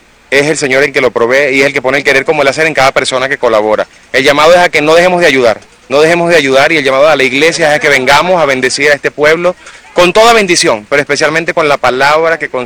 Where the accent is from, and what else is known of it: Venezuela